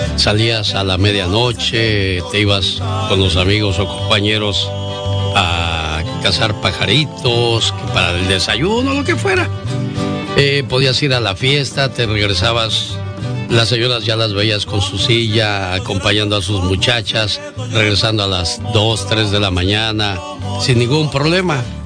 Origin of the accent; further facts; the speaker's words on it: Mexico; Le respondí: soy de México.